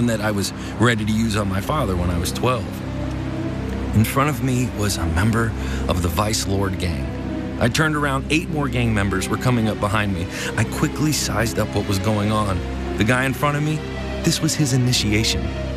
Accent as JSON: {"language": "English", "region": "the South", "country": "United States", "tie": "born or raised there", "said": "And hey, I grew up in the South, the Bible Belt. I figured I was a Christian because it was part of our culture."}